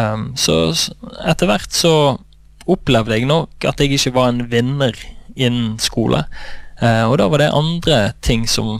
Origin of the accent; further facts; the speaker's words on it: Oslo, Norway; born there; also born or lived in Indonesia / Singapore; Det jeg ble født I Oslo, og så valgte foreldrene mine å bli misjonærer, så de reiste ut til Indonesia. Og da hadde jeg første delen av barndommen min I Indonesia og Singapore da.